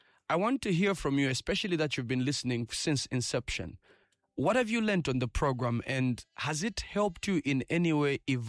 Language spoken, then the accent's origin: English; Livingstone, Southern Province, Zambia; Livingston, my hometown